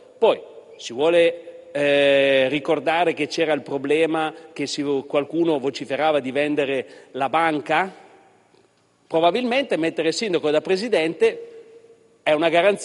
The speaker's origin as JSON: {"language": "Italian", "town": "Asti", "region": "Piedmont", "country": "Italy", "said": "sono di Asti."}